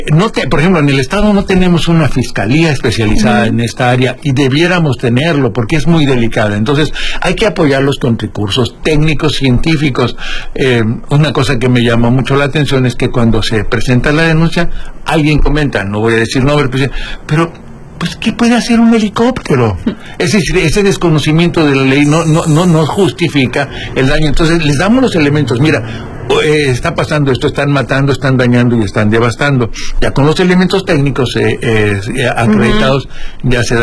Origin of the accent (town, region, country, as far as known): Baja California Sur, Mexico